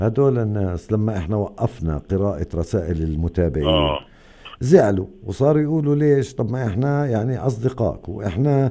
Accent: Hebron, Hebron Governorate, Palestine; ما فيش ساعة بتمر بدون اعتداءات في منطقة مسافة يطا تحديدا عندنا بالخليل.

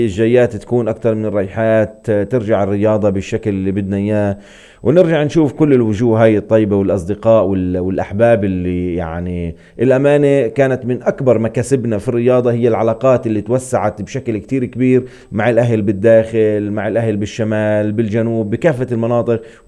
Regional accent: Palestine; هي بتمثل كثير لنا كفلسطينيين كعرب كمسلمين.

